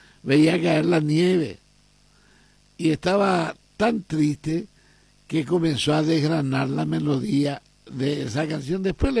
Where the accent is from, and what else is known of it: Paraguay